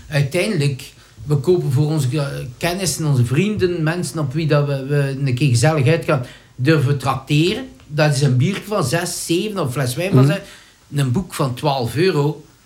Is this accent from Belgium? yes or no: yes; Antwerp, Belgium; Ik kom uit Antwerpen